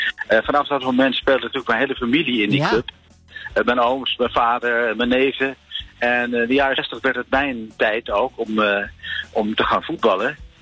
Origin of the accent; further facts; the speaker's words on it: Amsterdam, North Holland, Netherlands; Ja, mijn jeugd in Amsterdam-Oost. Dus dit hoorde er heel erg bij natuurlijk.